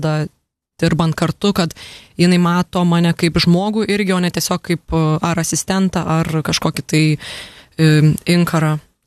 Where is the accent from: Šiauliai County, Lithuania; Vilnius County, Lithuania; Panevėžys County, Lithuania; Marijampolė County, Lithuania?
Šiauliai County, Lithuania; Kuršėnai; moved away as an adult; also born or lived in London; išvažiavau vėliau aš iš Šiaulius mokytis į gimnaziją, pasibaigti, nes man kuršienai atsit per mažą jau, tai aš išvažiavau gimnaziją, baigiau Šiauliuose ir variau ten į Londoną, išsikrausčiau